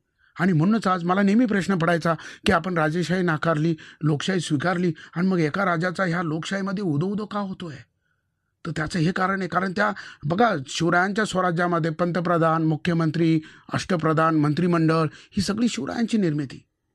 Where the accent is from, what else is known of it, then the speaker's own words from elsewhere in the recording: Gonde Dumala, Maharashtra, India; मी इगतपुरी तालुक्यामध्ये गोंदे दुमाला म्हणून गाव आहे, जिथे आता खाजगी 100 पेक्षा जास्त उद्योगधंदे आलेत. मी मुळात शेतकऱ्याचा मुलगा आणि अतिशय गरिबीतून मी मोठा झालो.